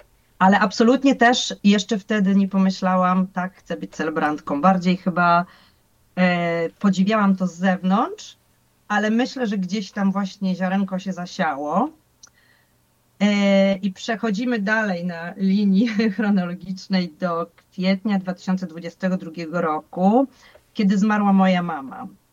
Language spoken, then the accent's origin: Polish; Wrocław, Lower Silesian Voivodeship, Poland; nasz proboszcz w parafii we Wrocławiu, skąd pochodzę